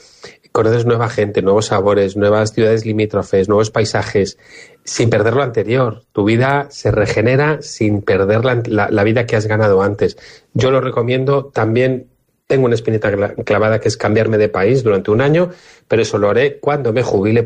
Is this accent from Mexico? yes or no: no; Palma de Mallorca, Balearic Islands, Spain; de Palma de Mallorca